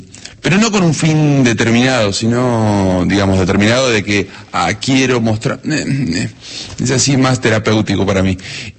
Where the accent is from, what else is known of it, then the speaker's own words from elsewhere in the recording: Cutral Có, Neuquén, Argentina; now in Buenos Aires, Argentina; Yo soy de Cutralcó, Neuquén. Muy folclórico. No soy un experto fundamentalista del folclore, pero sí tengo mucha raíz folclórica, porque me crié en Las Peñas y anduve por todos lados ahí.